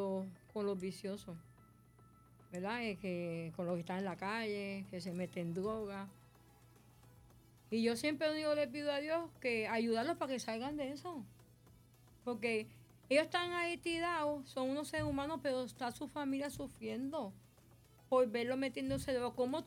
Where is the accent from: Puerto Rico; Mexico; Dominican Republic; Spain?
Puerto Rico; Cataño